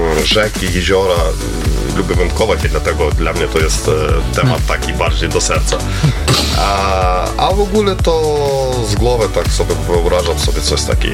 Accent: Ukraine; Polish is a second language; moved away as an adult; now in Radom, Poland; Jeszcze jak mieszkałem na Ukrainie, to był rok 2005

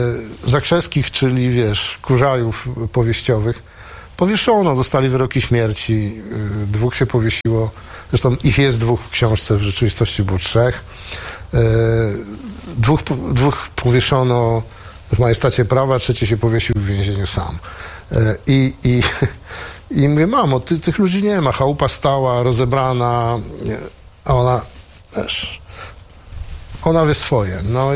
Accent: Świętokrzyskie Voivodeship, Poland; born there; moved away

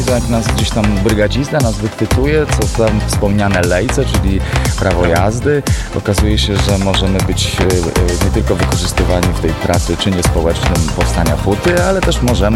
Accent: Świętokrzyskie Voivodeship, Poland; ja jestem ze Świętokrzyskiego

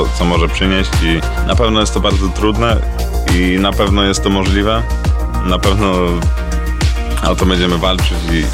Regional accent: Tarnów, Lesser Poland, Poland; ja tak samo jestem z Tarnowa i od dziecka był tak samo moim idolem

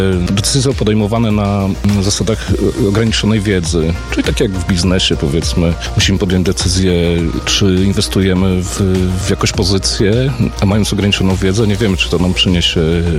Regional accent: Włodawa, Lublin Voivodeship, Poland; Ja sam pochodzę z Włodawy.

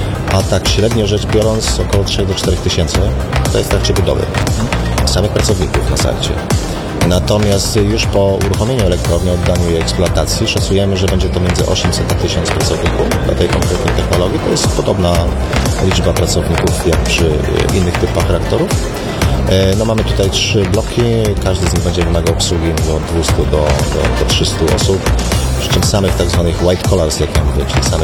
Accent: Pomeranian Voivodeship, Poland

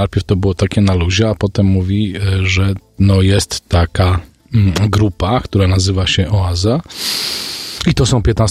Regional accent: Lubochnia, Łódź Voivodeship, Poland; pochodzę z niewielkiej wiejskiej parafii z Lubochni koło Tomasza Mazowieckiego

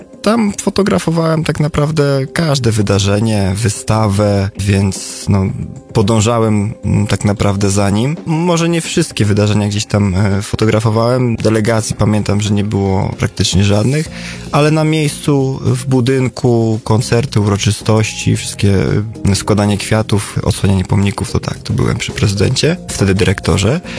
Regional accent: Gdańsk, Pomeranian Voivodeship, Poland; przejdę się po ulicy Długiej, ponieważ pochodzę z Gdańska, porobię gdzieś tam zdjęcia

